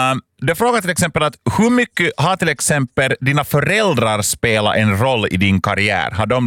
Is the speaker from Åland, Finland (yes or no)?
no; Uusimaa, Finland; jag är från Östra Nyland